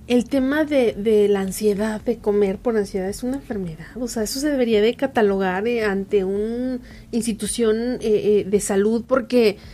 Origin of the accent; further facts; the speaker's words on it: Mexico; somos mexicanos